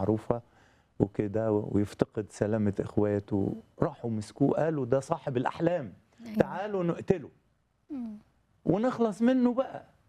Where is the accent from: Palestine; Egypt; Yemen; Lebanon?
Egypt; Upper Egypt; زي ما بنقول عندنا في الصعيد